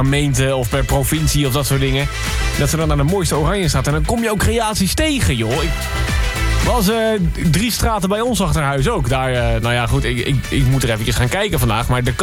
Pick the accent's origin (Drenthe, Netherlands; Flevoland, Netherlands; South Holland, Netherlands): Drenthe, Netherlands; ik kom uit Drenthe en ik hol van disco.